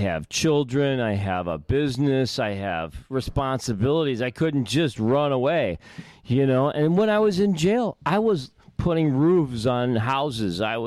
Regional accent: Chicago, Illinois, United States; I'm from Chicago, too

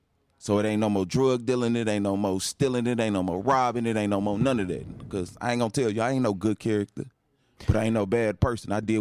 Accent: Chicago, Illinois, United States; I come from Chicago

